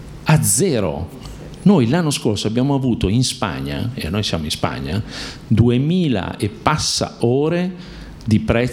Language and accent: Italian; Milan, Lombardy, Italy; sono di Milano.